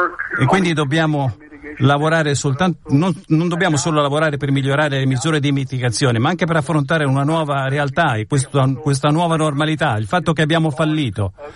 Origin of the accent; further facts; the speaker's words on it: Iran; moved away; Io sono cresciuto in Iran. Un paese che è sempre stato famoso per i suoi problemi idrici.